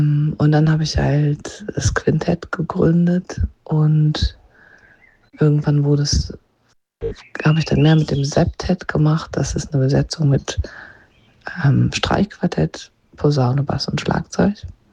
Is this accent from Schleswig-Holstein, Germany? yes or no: yes; Kiel, Schleswig-Holstein, Germany; born there; also born or lived in Stockholm; now in Hamburg, Germany; Ich bin in Kiel geboren und wohne seit vielen Jahren schon in Hamburg. Hier habe ich auch studiert, habe aber auch ein Jahr meines Studiums in Schweden, in Stockholm verbracht